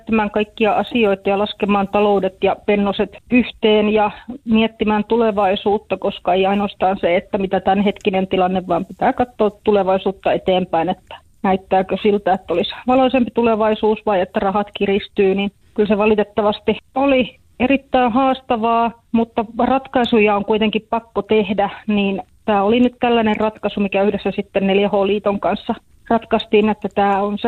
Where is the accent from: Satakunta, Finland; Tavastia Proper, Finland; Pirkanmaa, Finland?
Tavastia Proper, Finland; Jokioinen; kyllä minä olen Jokioisilta